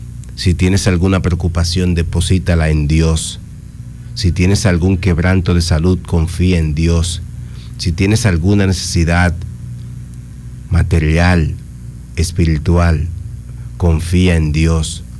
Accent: Dominican Republic

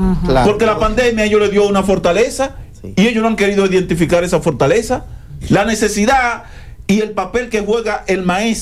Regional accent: Dominican Republic

